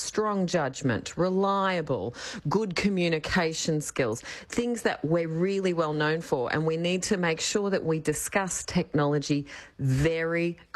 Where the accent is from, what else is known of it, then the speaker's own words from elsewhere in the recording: Australia; Well, it feels weird as an Australian.